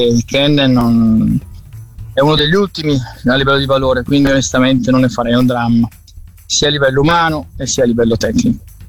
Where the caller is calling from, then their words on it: Brescia, Lombardy, Italy; Ciao, sono da Brescia